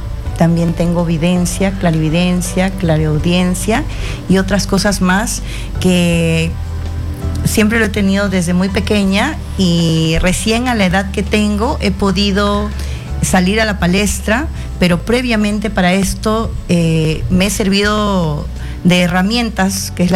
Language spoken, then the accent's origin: Spanish; Lima, Peru; born there; Nací en Lima, mi madre descendiente de San Marcos Huari y mi padre de Cajamarca.